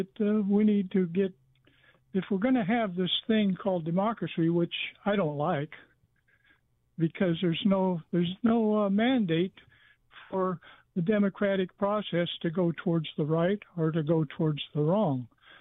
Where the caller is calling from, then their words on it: Yucca, Arizona, United States; in Yucca.